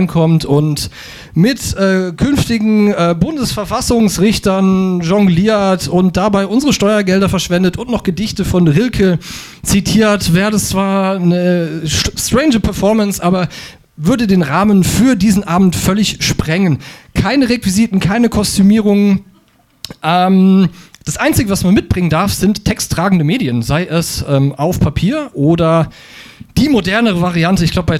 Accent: Southern Germany, Germany; als Süddeutscher

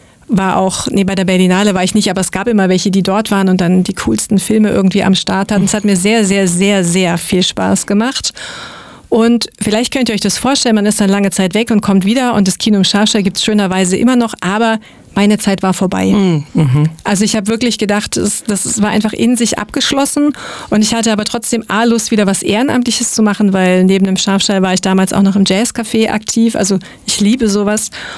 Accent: Schwäbisch Hall, Baden-Württemberg, Germany; also ich bin gebürtige Schwäbisch-Hallerin, aber wie viele anderen muss man einfach mal ein paar Jahre weg.

